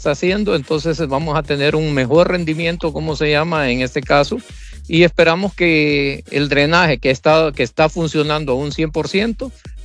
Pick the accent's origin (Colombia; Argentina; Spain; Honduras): Honduras